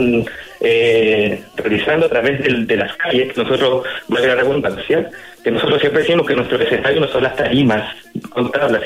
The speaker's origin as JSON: {"language": "Spanish", "town": "Arica", "region": "Arica y Parinacota", "country": "Chile", "tie": "born there", "moved": "yes", "lives_now": "Santiago, Chile", "said": "Yo nací en la ciudad de Arica. Mi familia hace muchos años se vino a Santiago y aquí me he encontrado con una comunidad nortina bastante amplia y desarrollada"}